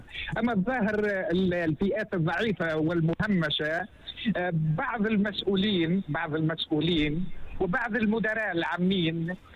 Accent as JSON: {"language": "Arabic", "country": "Tunisia", "said": "وأنا هناك كمواطن من تونس، كمواطن من مزونة، كمواطن من جابس نعتبر روحي"}